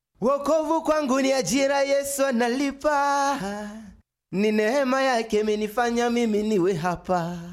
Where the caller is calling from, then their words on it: Mafinga, Iringa, Tanzania; Bwana ninasikiliza Wasawa Kuabudu, Nuru FM 88.9, pamoja sana natokea Mafinga, Iringa, Tanzania.